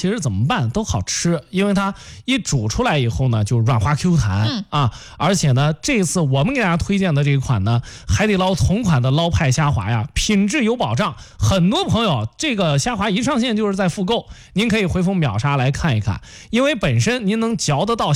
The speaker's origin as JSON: {"language": "Chinese", "region": "Henan", "country": "China", "said": "咱河南人收拾凉菜的这个水平也是非常高的。"}